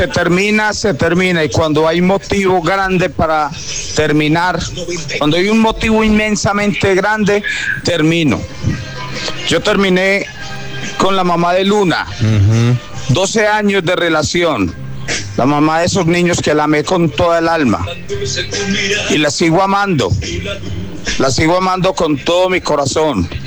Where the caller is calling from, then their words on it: Cuba; desde Cubita la Bella.